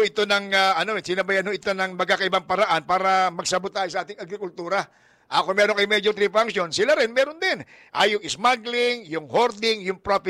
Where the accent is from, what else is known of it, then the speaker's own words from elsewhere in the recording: Metro Manila, Philippines; Lang sa akin, eh, ako'y ilustre, pero ako'y dini sa Metro Manila lumaki at hindi ko nakilala mga mag-anak sa Batangas.